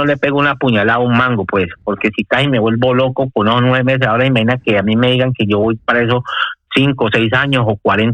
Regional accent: Colombia; moved away as an adult; he ido como dos veces para Colombia y nunca ya no puedo volver a entrar. Y yo con tal de ir a Colombia, porque yo mi tierra la quiero mucho.

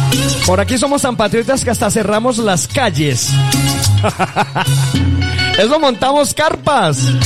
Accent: Colombia; aquí somos colombianos

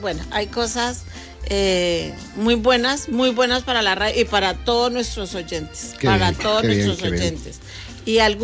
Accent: Colombia; tarotista colombiana.

